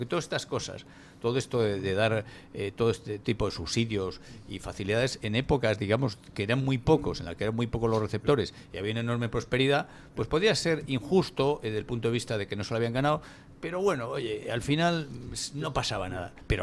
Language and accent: Spanish; Spain; que a nosotros nos beneficia como españoles.